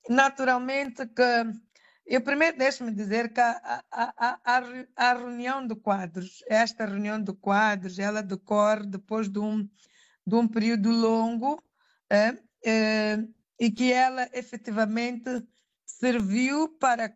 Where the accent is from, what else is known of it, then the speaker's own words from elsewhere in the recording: Mozambique; para cada um de nós, enquanto moçambicanos.